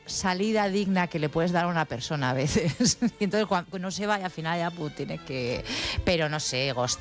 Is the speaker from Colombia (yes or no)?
no; Bilbao, Basque Country, Spain; Yo soy de Bilbao, de centro.